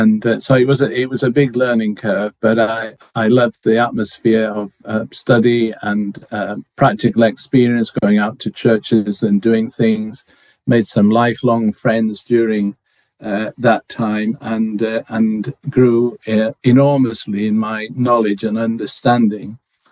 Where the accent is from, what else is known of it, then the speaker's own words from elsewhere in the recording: Barnsley, Yorkshire and the Humber, United Kingdom; Hudson Taylor, who came from my hometown